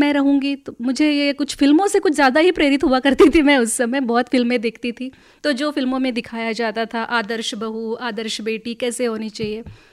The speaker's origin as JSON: {"language": "Hindi", "town": "Nagpur", "region": "Maharashtra", "country": "India", "tie": "born there", "said": "मैं जहाँ पैदा हुई थी नागपुर में, मतलब मैं बहुत ही सामान्य गरीब परिवार में पैदा हुई थी"}